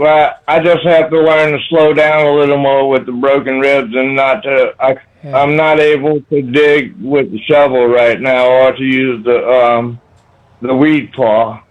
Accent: New Orleans, Louisiana, United States; You know, I've seen white ones when I grew up in New Orleans.

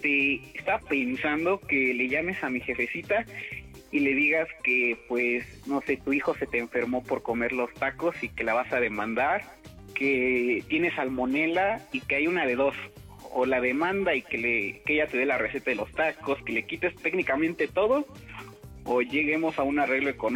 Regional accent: San Cristóbal de las Casas, Chiapas, Mexico; also born or lived in Mexico City; Y ya crecimos acá.

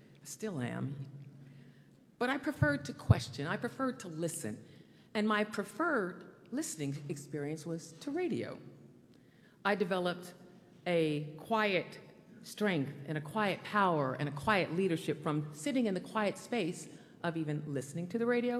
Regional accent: Salisbury, North Carolina, United States; in my hometown of Salisbury, North Carolina.

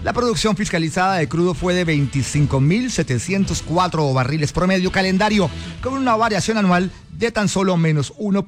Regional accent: Huila, Colombia; Spanish is a second language; Sé que mi español no es perfecto y que mi acento resalta por ser diferente, pero mi corazón y mis sueños son totalmente colombianos y huilenses.

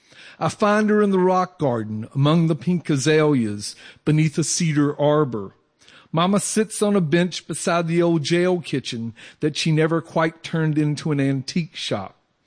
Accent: Clinton, Georgia, United States; moved away; we're in Clinton, Georgia, where I grew up.

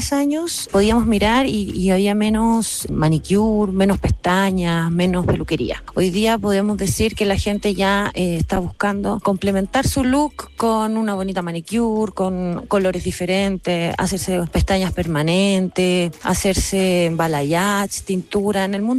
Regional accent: Chile

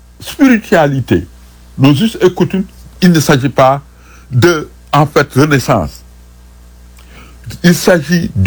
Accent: Senegal; il y a lieu en tant que sénégalais et africain de visiter je ne dis pas revisiter parce que nous sommes dedans de revisiter non de visiter notre patrimoine spirituel, culturel et civilisationnel.

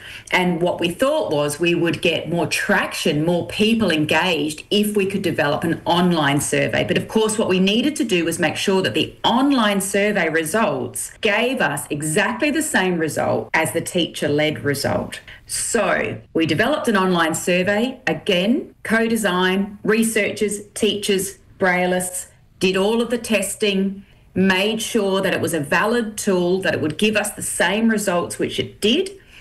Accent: Adelaide, South Australia, Australia; born or raised there

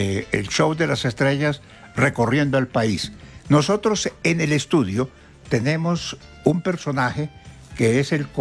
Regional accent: Ibagué, Tolima, Colombia; moved away; el show de las estrellas nace en Ibagué, mi tierra natal.

